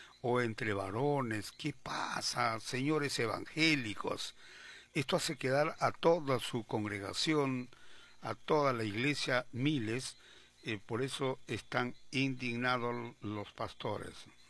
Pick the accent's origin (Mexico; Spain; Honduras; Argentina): Honduras; Y yo soy de Honduras.